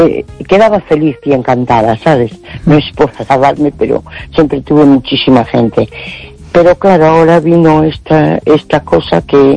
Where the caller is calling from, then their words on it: A Coruña, Galicia, Spain; de Coruña.